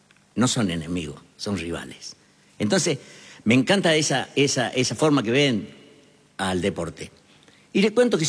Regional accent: Córdoba, Argentina; Yo soy de Córdoba, de todos, pero no soy de ninguno en particular.

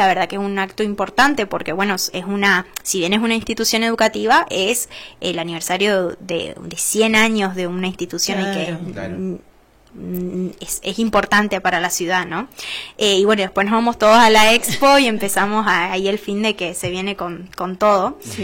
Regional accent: Argentina; muy agradecida de poder estar haciéndolo en mi ciudad natal, que bueno, que esa es Peña

